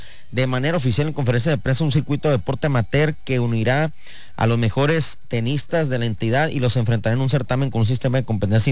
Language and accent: Spanish; Mexico; Pues no me he inscrito, pero como todo mexicano, hasta el último nos inscribimos y vamos a ir a correr.